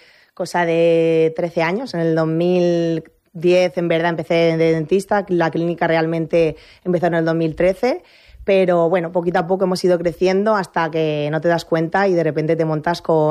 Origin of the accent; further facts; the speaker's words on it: Tobarra, Castilla-La Mancha, Spain; also born or lived in Murcia; Soy de Tobarra, de toda la vida, y sí que me fui a estudiar a Murcia